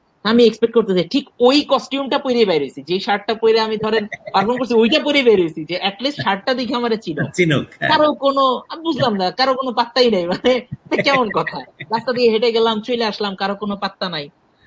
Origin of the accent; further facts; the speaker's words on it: Dhaka, Dhaka Division, Bangladesh; আমি আসলে ঢাকাতেই বড় হয়েছি